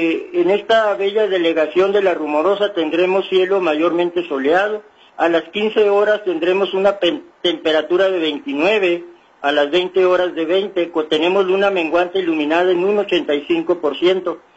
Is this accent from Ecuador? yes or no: no; Mexico